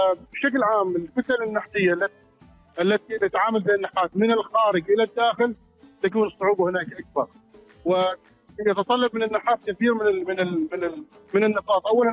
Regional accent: Oman; نحن كفنانين عمانيين

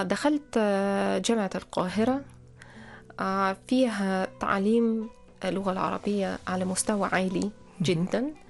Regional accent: Russia; Arabic is a second language; عندنا في روسيا

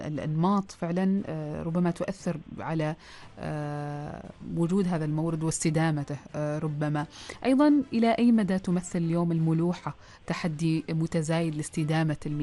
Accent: Oman; عندنا في سلطنة عمان

